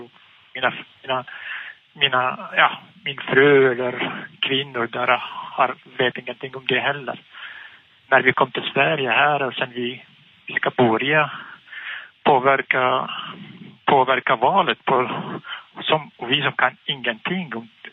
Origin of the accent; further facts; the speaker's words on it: Iraq; Swedish is a second language; moved away as an adult; now in Sweden; jag var från Irak, och alla från Irak eller från Syrien eller Mellanöstern, vi levde i en diktatur hela vårt liv